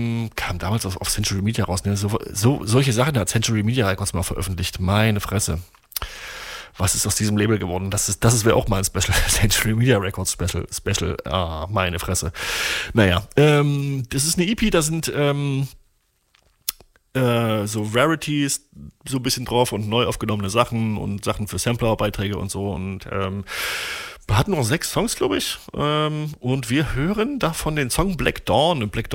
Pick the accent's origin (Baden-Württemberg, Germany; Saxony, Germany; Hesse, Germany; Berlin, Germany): Saxony, Germany; Torgau; ich komme aus Torgau, das ist meine Heimatstadt.